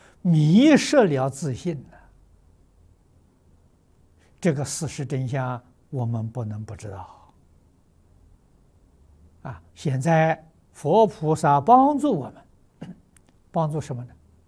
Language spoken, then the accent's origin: Chinese; China